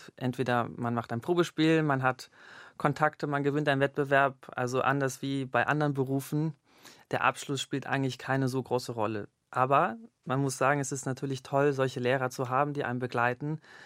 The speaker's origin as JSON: {"language": "German", "country": "Singapore", "tie": "born or raised there", "said": "Genau, ich bin in Singapur aufgewachsen, habe da auch 6 Jahre gelebt und die Zeit in der Grundschule, die Grundschule war im Dschungel eigentlich gelegen."}